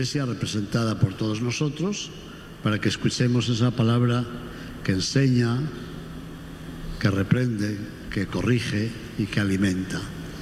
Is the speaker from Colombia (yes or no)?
no; Spain; moved away; mi tierra, a España